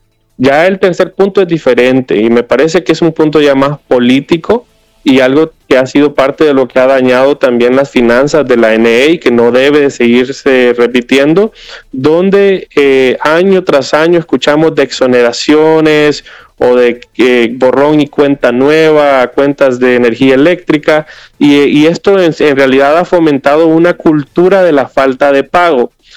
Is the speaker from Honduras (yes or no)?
yes; Honduras